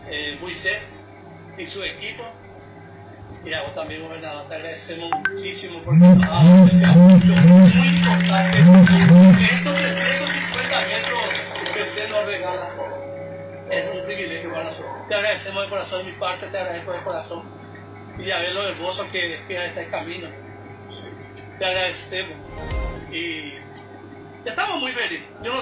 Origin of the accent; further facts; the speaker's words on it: Paraguarí, Paraguay; born there; moved away; also born or lived in Yembrun; Yo vengo de Yembrun para ayudar a mi compañía, porque yo nací acá en este lugar.